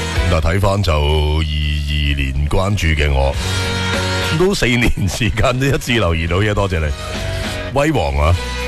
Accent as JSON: {"language": "Cantonese", "region": "Guangdong", "country": "China", "said": "就系我哋广府人经常讲嘅，唔听你之笛啊！"}